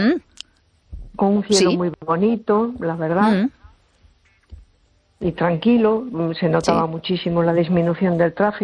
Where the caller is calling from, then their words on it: A Coruña, Galicia, Spain; de Coruña.